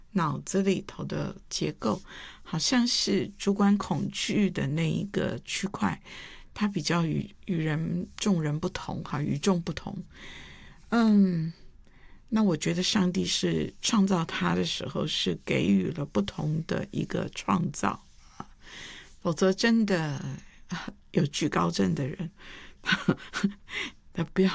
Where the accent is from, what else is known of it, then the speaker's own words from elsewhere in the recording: Taipei, Taiwan; 我们就是台北的、台湾的